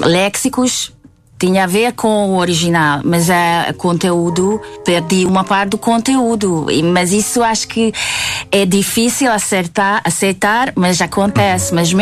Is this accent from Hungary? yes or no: yes; Hungary; first language Hungarian; Portuguese is a second language; now in Portugal